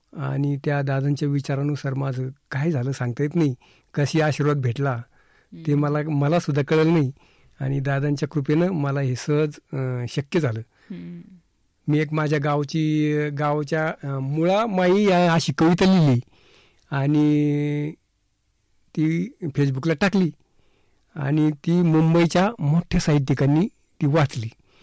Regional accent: Maharashtra, India; तसं माझं बालपण आहे ना अतिशय खेडेगावात निंभारी गावात झालं.

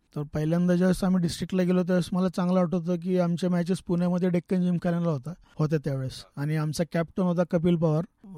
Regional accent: Bhingar, Maharashtra, India; माझं बालपण भिंगारमध्ये गेलं, माळगल्लीमध्ये।

